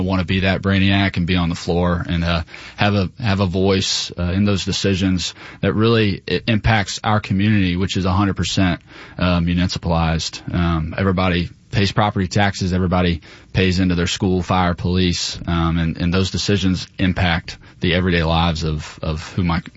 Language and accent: English; Milton, United States; So grew up right here in our state house district. So I grew up in Milton, went to Milton High School. My wife and I both did. We're high school sweethearts.